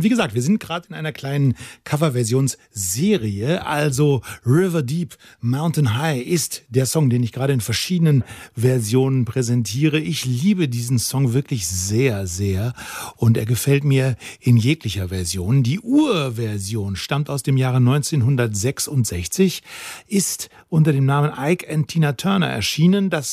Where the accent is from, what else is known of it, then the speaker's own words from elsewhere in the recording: Münster, North Rhine-Westphalia, Germany; Hier sind meine Freunde von Menotti Hi-Fi, die kommen aus Münster, also aus meiner Heimat.